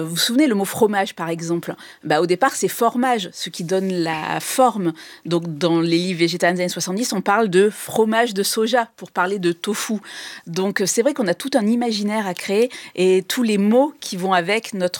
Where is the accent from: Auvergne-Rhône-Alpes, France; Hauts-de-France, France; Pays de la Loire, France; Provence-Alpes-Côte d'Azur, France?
Provence-Alpes-Côte d'Azur, France; Marseille; Je suis provençale.